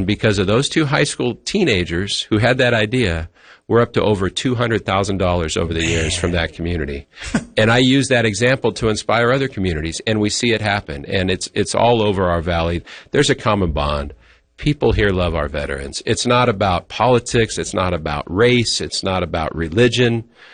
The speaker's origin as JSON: {"language": "English", "town": "Los Banos", "region": "California", "country": "United States", "tie": "born or raised there", "said": "my hometown, Las Banas"}